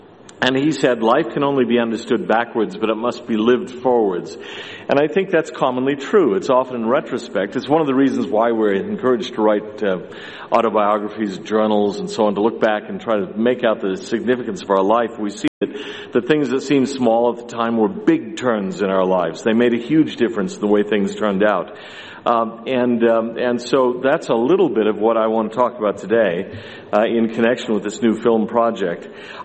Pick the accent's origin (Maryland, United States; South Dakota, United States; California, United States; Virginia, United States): California, United States; born or raised there